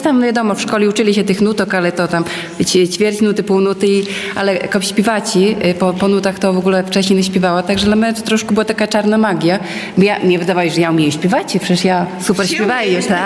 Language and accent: Polish; Łosinka, Podlaskie Voivodeship, Poland; now in Hajnówka, Poland; ja na przykład dojeżdżam z Hajnówki, ale pochodzę z Łosinki i też jakby, no, związana no, sercem z Łosinki, tak, bo tutaj wychowała się, tutaj chodziła do szkoły, tutaj rodzice żyli